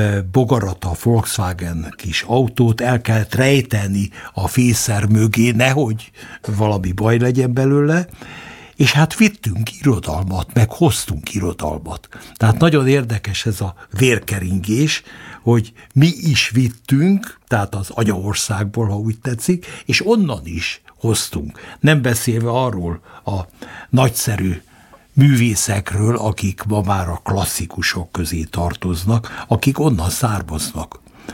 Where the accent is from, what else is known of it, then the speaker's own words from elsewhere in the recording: Romania; én kicsit északabbról származom, Nagybánya és Nagykároly.